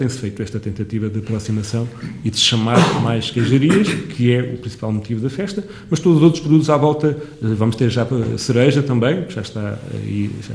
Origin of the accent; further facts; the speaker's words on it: Soalheira, Castelo Branco, Portugal; quando nós dizemos que somos da Soalheira, toda a gente diz a terra do queijo ou a terra do bom queijo